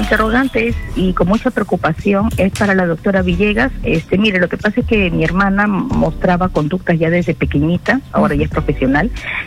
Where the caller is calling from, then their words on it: Lima, Peru; De Magdalena.